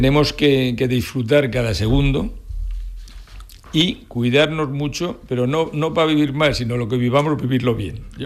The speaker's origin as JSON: {"language": "Spanish", "town": "Aranda de Duero", "region": "Castile and León", "country": "Spain", "lives_now": "Andalusia, Spain", "said": "pues un arandino puro."}